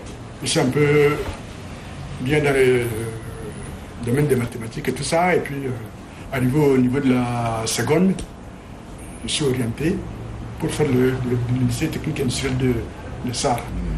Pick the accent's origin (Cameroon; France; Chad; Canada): Chad; N'Djamena; born there; also born or lived in Moundou, Chad / Sarh, Chad / Romania; À 6 ans, j'ai commencé l'école. J'ai fréquenté l'école Ilie-Leclerc. Parce qu'entre-temps, il n'y avait pas beaucoup d'écoles à Ndjamena.